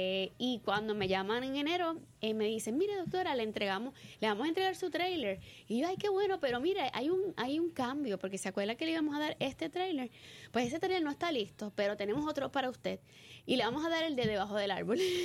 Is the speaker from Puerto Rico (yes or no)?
yes; Puerto Rico; nos enseñan como puertorriqueños que la vulnerabilidad es parte del crecimiento